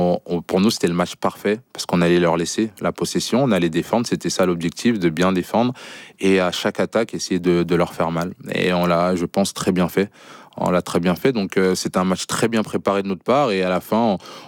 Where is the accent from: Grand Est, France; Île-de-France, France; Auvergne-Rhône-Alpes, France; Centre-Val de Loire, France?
Auvergne-Rhône-Alpes, France; Lyon; moved away; revenir chez moi à Lyon